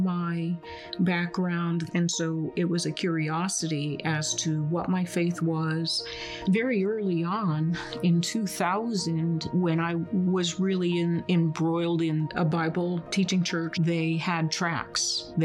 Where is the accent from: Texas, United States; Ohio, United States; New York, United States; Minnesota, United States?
New York, United States; Ovid; I grew up in a little town called Ovid, New York, and at a certain point in time, I was at a Presbyterian one week and a Methodist church the next.